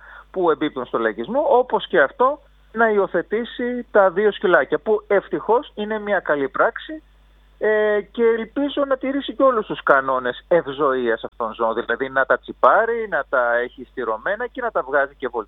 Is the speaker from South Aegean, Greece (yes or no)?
no; Volos, Thessaly, Greece; σαν βολιώτης